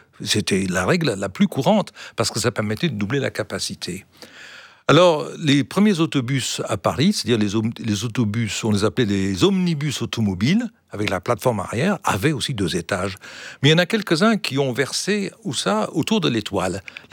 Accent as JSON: {"language": "French", "region": "London", "country": "United Kingdom", "tie": "born or raised there", "moved": "yes", "said": "dans mon enfance à Londres, j'ai toujours adoré, d'ailleurs comme tous les Anglais, les bus à 2 étages."}